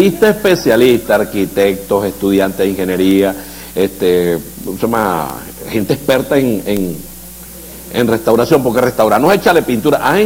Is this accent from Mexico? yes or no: no; Venezuela